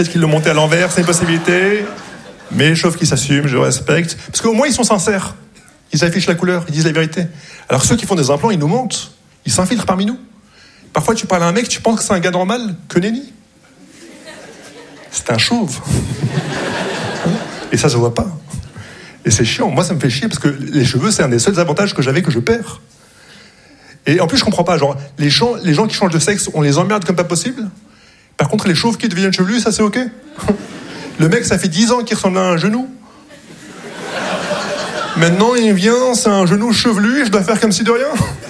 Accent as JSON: {"language": "French", "country": "Morocco", "said": "Je vois que quand je leur dis que je suis marocain, ils sont déçus."}